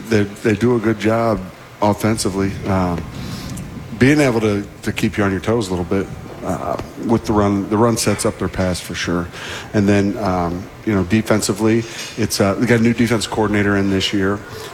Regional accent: Indiana, United States; moved away; I grew up in Indiana.

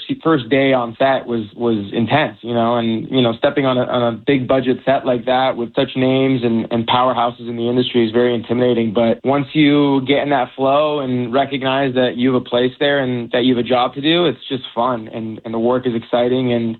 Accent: United States; born there; first language Farsi; I speak Farsi. I grew up speaking Farsi. My parents are both Iranian, so I was born in America, but they brought me up speaking a language.

